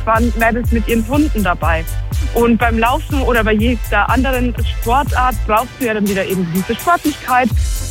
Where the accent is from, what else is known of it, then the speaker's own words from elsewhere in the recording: Regensburg, Bavaria, Germany; hier in Regensburg habe ich meine Freunde und meine Leute und da tue ich mir ja nicht schwer. Bin ja auch hier geboren und aufgewachsen